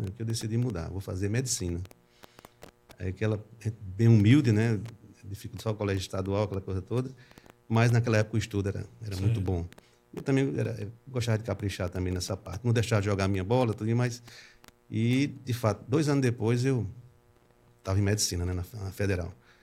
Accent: João Pessoa, Paraíba, Brazil; also born or lived in Patos, Paraíba; eu sou sertanejo, né, nascido em Patos … mas criado aqui em João Pessoa. Comecei nos anos 70, a gente chegou por aqui.

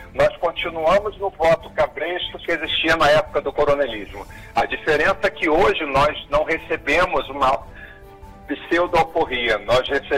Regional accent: Brazil; eu sou brasileiro

